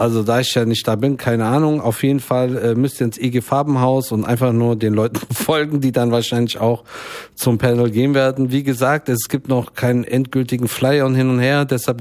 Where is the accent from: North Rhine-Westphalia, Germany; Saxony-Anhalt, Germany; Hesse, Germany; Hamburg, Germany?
Hesse, Germany; Frankfurt; Und das sage ich als gebürtiger Frankfurter, der aus diesem Dorf irgendwie nie rausgekommen ist, so wirklich.